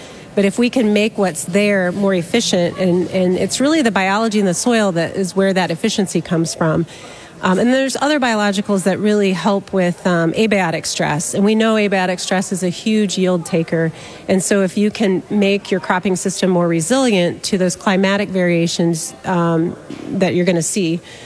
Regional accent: Mansfield, Ohio, United States; Yeah, I grew up in Central Ohio, Mansfield, Ohio. I went to school at Ohio State, did my undergrad and graduate work there in agricultural engineering.

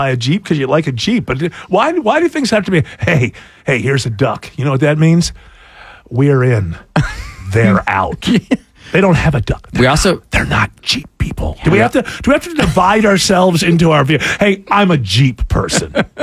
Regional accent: Roswell, Georgia, United States; I'm an American. I'm proud of that. I'm Georgian. I'm proud of that. I'm Roswell. I'm proud of that.

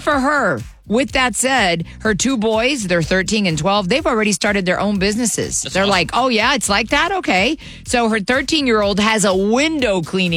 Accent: Jackson, Mississippi, United States; born there; I was born in Jackson, Mississippi.

